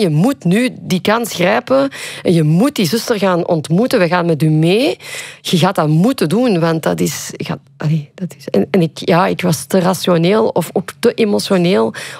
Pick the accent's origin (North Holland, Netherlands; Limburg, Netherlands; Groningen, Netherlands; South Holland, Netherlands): Limburg, Netherlands; also born or lived in India; ik ben opgegroeid in Limburg en ik woon nu in de grote of naast de grote stad. En ik heb heel veel liefde voor waar ik ben opgegroeid.